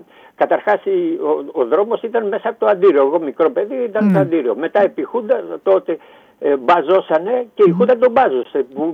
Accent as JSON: {"language": "Greek", "town": "Antirrio", "region": "Western Greece", "country": "Greece", "tie": "born or raised there", "said": "Στην προβλήτα του παππού μου, το πρώτο σπίτι, το καφεζιθεστιατόριο Νομπάτης, εκεί που μεγάλωσα"}